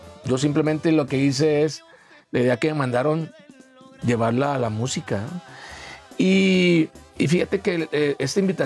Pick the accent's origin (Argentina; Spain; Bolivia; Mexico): Mexico